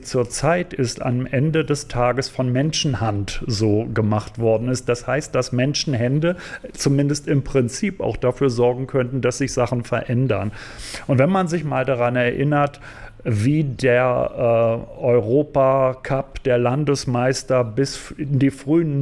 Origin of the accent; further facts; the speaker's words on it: Berlin, Germany; Also ich bin selber aus Berlin